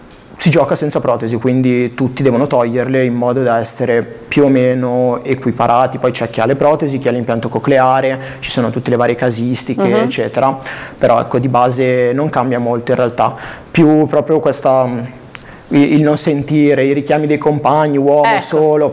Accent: Lodi, Lombardy, Italy; moved away as an adult; now in Genoa, Italy; giocavo con le persone udenti in Serie D a Lodi, perché sono di Lodi, sono trasferito a Genova da un paio d'anni

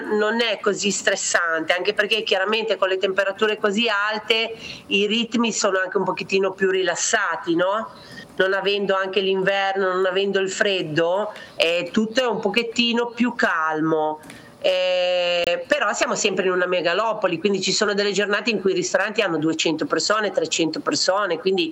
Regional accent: Pietra Ligure, Liguria, Italy; now in Jakarta, Indonesia; il cambiamento principale è che noi nati sul mare, perché noi siamo di Pietra Ligure, quindi 5 minuti eri al mare

